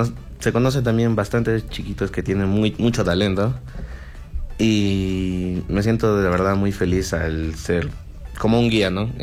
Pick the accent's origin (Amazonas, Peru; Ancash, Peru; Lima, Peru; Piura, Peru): Lima, Peru; born there; Primero empecé a los 5 años tocando clarinete en la banda del colegio Augusto Salazar Bondi. Allá, en Miraflores.